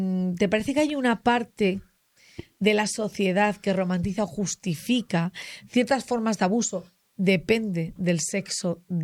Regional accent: Asturias, Spain; dicen tanto en Asturias, y dice, me está poniendo del hígado. No sé si aquí también se dice mucho, pues en mi tierra sí.

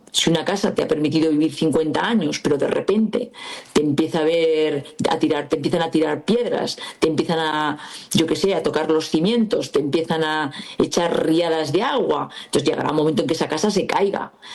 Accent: Spain

